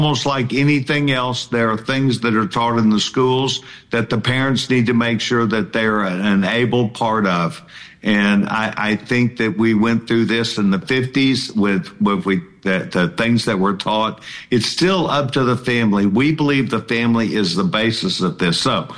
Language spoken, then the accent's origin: English; Texas, United States; I am proud, not just as a Texan, but as an American